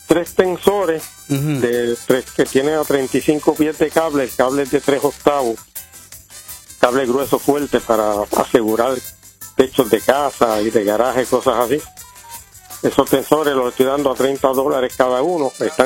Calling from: Mayagüez, Puerto Rico; de Miradero de Mayagüez también.

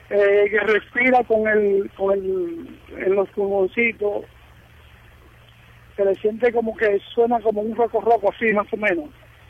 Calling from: Dominican Republic; como le decimos aquí en República Dominicana.

